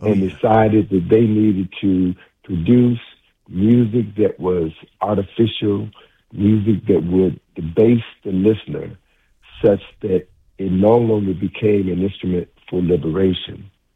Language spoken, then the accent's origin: English; Chicago, Illinois, United States; I'm from Chicago.